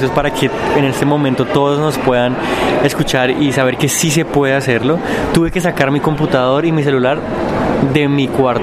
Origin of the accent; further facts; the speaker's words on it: Bogotá, Colombia; born there; Yo nací en Bogotá, crecí pues en una familia que me invitó a conocer a Jesús.